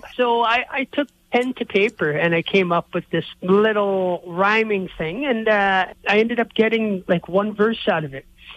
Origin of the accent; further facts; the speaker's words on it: Manitoba, Canada; I grew up in the country, Ken. I grew up in a small Métis community. I was 5 minutes from Lake Manitoba, a provincial park.